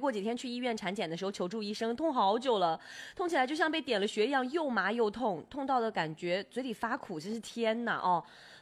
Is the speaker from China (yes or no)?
yes; Inner Mongolia, China; moved away; 我说我是内蒙古人。